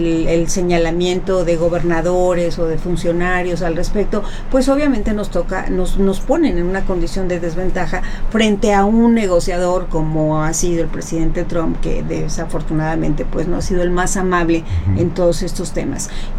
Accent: Mexico

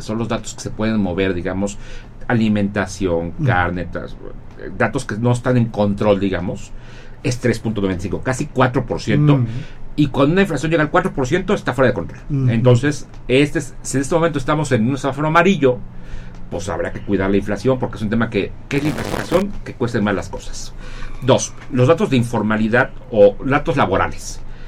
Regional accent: Mexico

